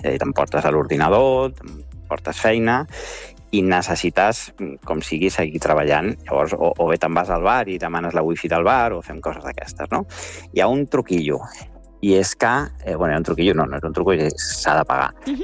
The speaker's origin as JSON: {"language": "Catalan", "region": "Galicia", "country": "Spain", "said": "jo sóc de Galícia, ara mateix estic al poble"}